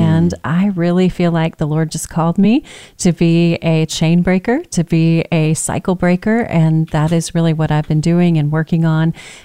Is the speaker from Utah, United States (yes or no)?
no; Texas, United States; accent: Southern; Well, first of all, that I'm a little bit Southern. I'm a Texan, born and raised, hey.